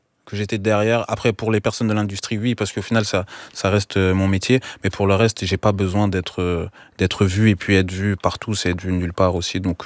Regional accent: DR Congo; Bah après je suis congolais, hein, donc bah, les premiers sons que j'ai entendus c'est

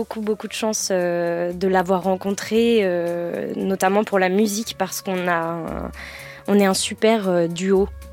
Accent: Rennes, Brittany, France; Je suis originaire de Rennes, ouais.

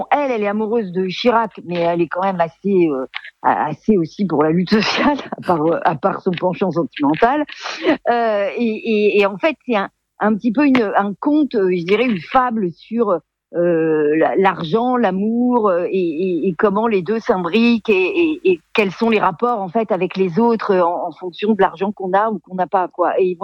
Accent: Alençon, Normandy, France; born there; je suis née dans l'Orne à Alençon.

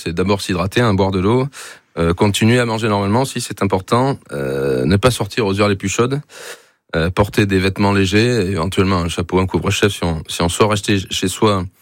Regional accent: Nouvelle-Aquitaine, France; je suis originaire du département de la Gironde, il y a eu 3 morts.

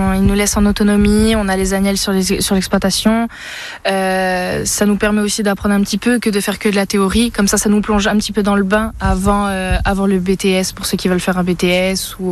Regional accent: Bonifacio, Corsica, France; je suis originaire de Bonifacio

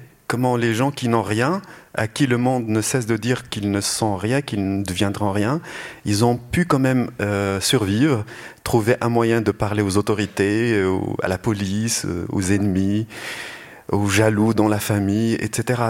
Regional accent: Rabat, Rabat-Salé-Kénitra, Morocco; born there; À l'hôpital d'Avicenne à Rabat.

